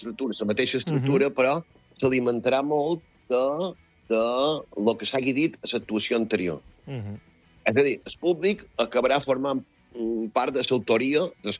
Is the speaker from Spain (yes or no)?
yes; Balearic Islands, Spain; però era tan guapo, era tan viu, tan autèntic com a mallorquins